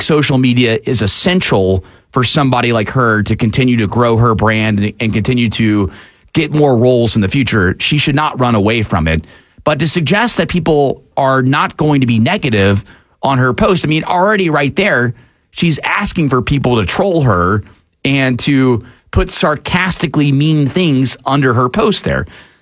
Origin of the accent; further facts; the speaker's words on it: Atlanta, Georgia, United States; I've lived in America my entire life, born and raised in Atlanta, Georgia.